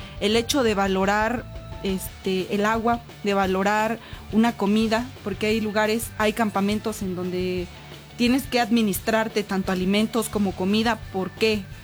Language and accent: Spanish; Zimapán, Hidalgo, Mexico; Pues porque yo no conozco eso en mi pueblo, ¿no? O en mi pueblo eso no existe. Pues a pesar de que Zimapán es un pueblo muy civilizado, digámoslo así, pues estamos muy arraigados, muy, tenemos ciertas creencias que pues son muy respetadas